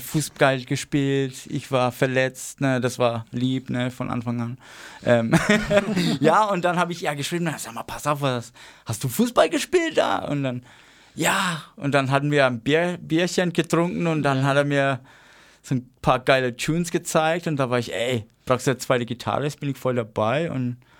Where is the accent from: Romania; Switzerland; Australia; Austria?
Australia; German is a second language; moved away; Und ja, ich bin Australier